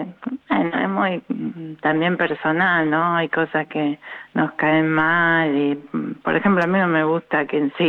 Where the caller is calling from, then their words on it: Rosario, Santa Fe, Argentina; de Rosario.